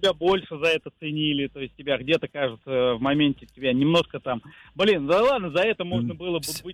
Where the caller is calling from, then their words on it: Oryol, Oryol Oblast, Russia; город Орел.